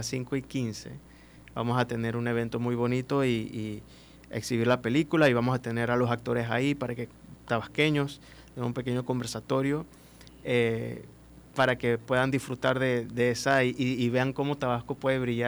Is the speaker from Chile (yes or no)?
no; Panama; verlos brillar en el cine allá en mi país